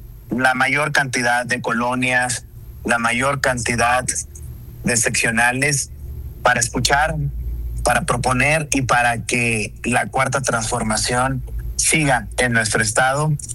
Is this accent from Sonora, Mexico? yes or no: yes; Sonora, Mexico; como sonorense, como ciudadano del estado de Sonora